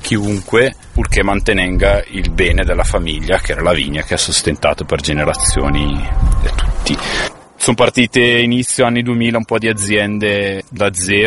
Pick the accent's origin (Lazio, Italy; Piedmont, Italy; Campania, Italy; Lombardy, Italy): Lombardy, Italy; Bergamo; now in Valtellina, Italy